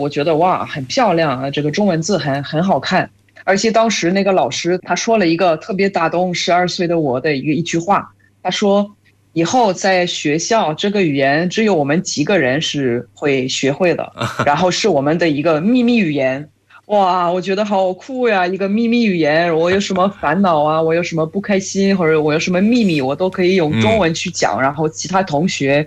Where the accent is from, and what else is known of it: France; Chinese is a second language; moved away